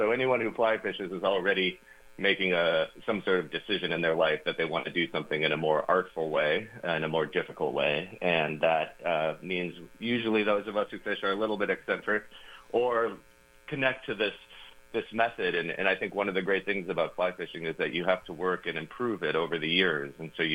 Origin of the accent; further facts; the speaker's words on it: Minneapolis, Minnesota, United States; now in New York, United States; I grew up in Minneapolis, and my family had a cabin 2 hours east in southwest Wisconsin. And so I would spend a lot of my summers there.